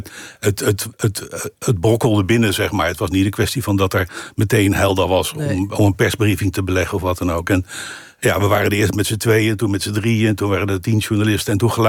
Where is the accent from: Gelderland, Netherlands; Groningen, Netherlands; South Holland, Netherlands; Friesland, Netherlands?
South Holland, Netherlands; The Hague; Een van de mooiste stukjes van Den Haag, kan ik als Hagenaar zeggen.